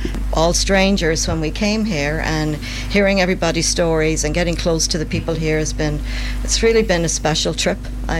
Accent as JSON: {"language": "English", "country": "Ireland", "tie": "born or raised there", "said": "Growing up in Ireland"}